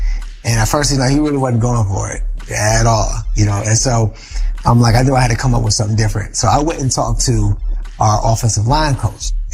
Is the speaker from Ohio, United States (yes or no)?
yes; Cleveland, Ohio, United States; born or raised there